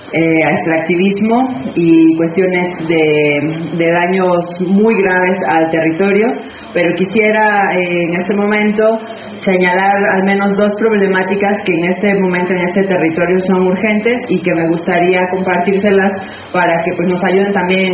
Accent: Tehuacán, Puebla, Mexico; yo soy de aquí, de Tehuacán, en donde estamos

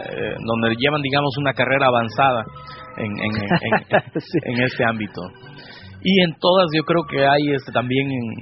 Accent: Veracruz, Mexico; now in United States; yo soy un jarocho migrante acá en Estados Unidos.

